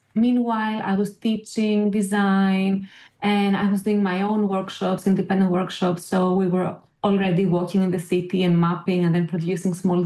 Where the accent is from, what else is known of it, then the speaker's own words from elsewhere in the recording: Athens, Attica, Greece; Yes, I come from Athens in Greece, and I actually made the magazine, These Are Landscapes, to escape Athens and travel in other cities without actually traveling.